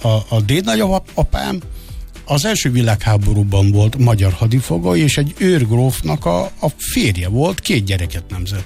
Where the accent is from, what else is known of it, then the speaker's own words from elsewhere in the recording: Hungary; Mi magyarok vagyunk.